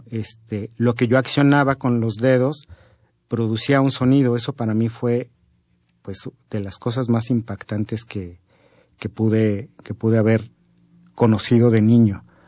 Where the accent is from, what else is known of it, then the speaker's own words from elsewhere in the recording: Mexico; soy compositor mexicano